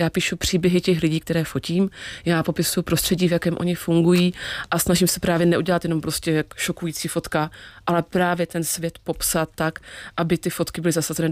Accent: Olomouc, Olomouc Region, Czechia; Já jsem jako děvče z Olomouce původně. My jsme v Olomouci, když jsem byla malá, tak tam byl jeden jediný jako vlastně Afričan.

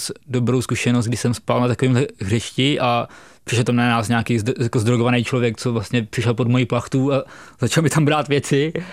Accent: Chotěboř, Vysočina Region, Czechia; No a jednou dokonce v mém rodním městě, jako v Chotěboři

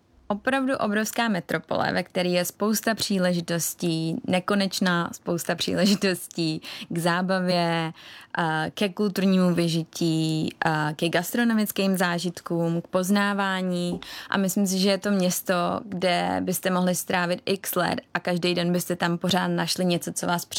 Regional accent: Prague, Czechia; moved away as an adult; now in London, United Kingdom; i když jsem z Prahy, tak to byla a z velkého města

